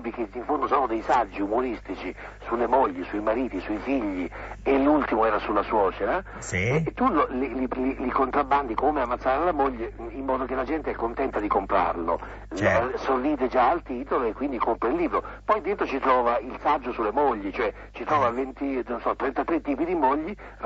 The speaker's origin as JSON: {"language": "Italian", "town": "Ancona", "region": "Marche", "country": "Italy", "tie": "born there"}